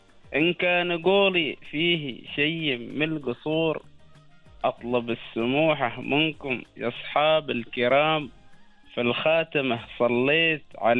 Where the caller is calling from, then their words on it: Al-Musanaah, South Al Batinah, Oman; أكلمك من ولايتي، ولاية المصنعة، منطقتي، منطقة شرس الهدابة.